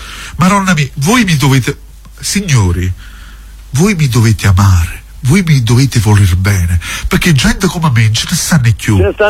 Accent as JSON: {"language": "Italian", "town": "Torre del Greco", "region": "Campania", "country": "Italy", "tie": "born there", "said": "sono nato a Torre del Greco."}